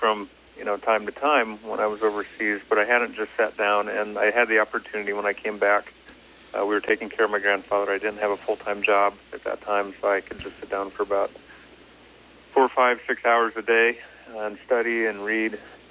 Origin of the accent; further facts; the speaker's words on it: Midwest, United States; moved away as an adult; also born or lived in Nebraska / Azerbaijan; now in Minnesota, United States; I grew up here in the Midwest, Nebraska and Minnesota, and really had no exposure to Islam. But when I moved overseas, I moved into the Caucasus first, in between Iran, Turkey, and Russia, and was working in Azerbaijan.